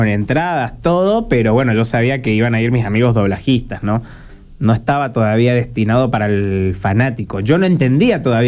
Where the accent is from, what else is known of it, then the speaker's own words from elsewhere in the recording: Mendoza, Argentina; moved away as an adult; now in Buenos Aires, Argentina; me mudo a Buenos Aires, yo mendocino, y me mudo a Buenos Aires. El primer año en Buenos Aires me cuesta mucho